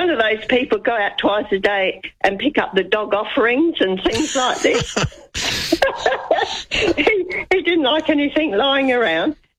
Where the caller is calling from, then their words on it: South Australia, Australia; Oh, good evening. I'm ringing from South Australia.